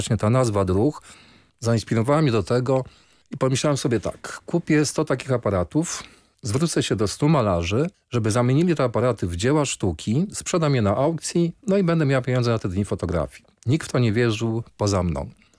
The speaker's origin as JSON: {"language": "Polish", "town": "Działdowo", "region": "Warmian-Masurian Voivodeship", "country": "Poland", "tie": "born or raised there", "moved": "as an adult", "said": "urodziłem się w Działdowie, małe mazurskie miasteczko. W 76 roku po maturze wyjechałem z tego miasteczka, żeby tam więcej nigdy nie wrócić, z takim postanowieniem. Ale teraz na stare lata zaczęło mnie ciągnąć"}